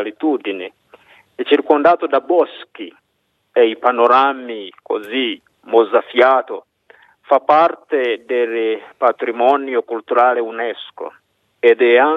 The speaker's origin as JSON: {"language": "Italian", "country": "Uganda", "moved": "yes", "lives_now": "Pietralba, Italy", "said": "vengo dall'Uganda"}